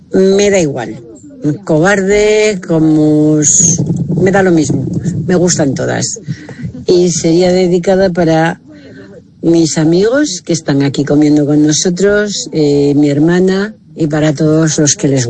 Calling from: Vigo, Galicia, Spain

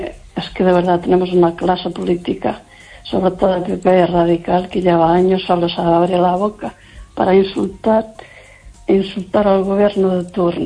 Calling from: Lugo, Galicia, Spain

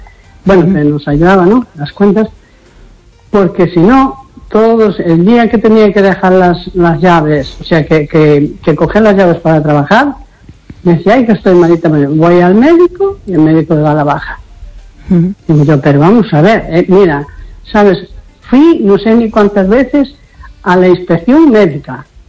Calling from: A Coruña, Galicia, Spain; de la Coruña.

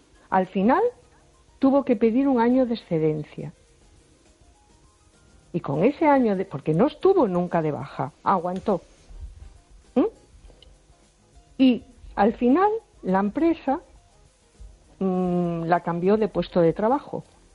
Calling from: A Coruña, Galicia, Spain; Hola, buenas noches. … de Coruña.

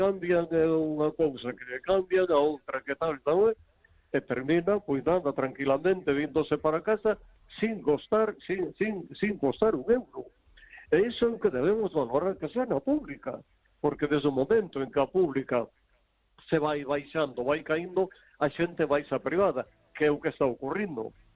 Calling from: Vigo, Galicia, Spain

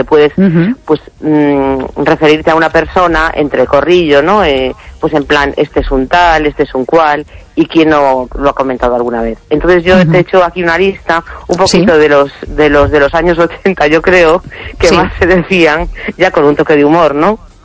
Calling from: A Coruña, Galicia, Spain; de La Coruña.

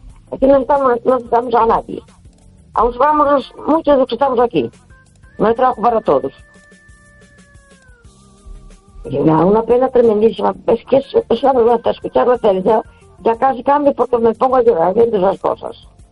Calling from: A Coruña, Galicia, Spain; de Coruña.

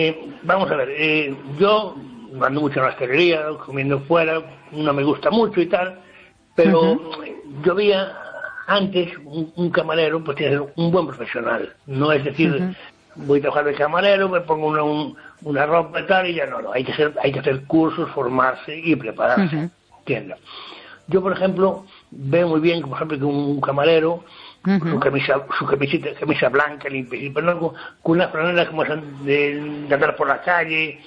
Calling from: Ferrol, Galicia, Spain; aquí de Ferrol.

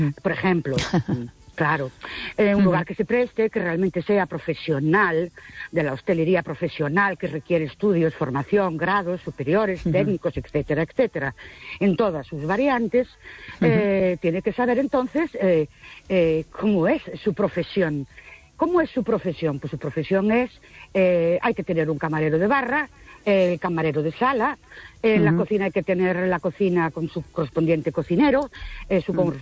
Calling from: Ourense, Galicia, Spain; de Ourense.

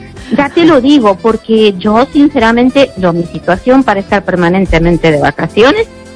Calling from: Ourense, Galicia, Spain; Mira, hola. Mira, bueno … de Orense.

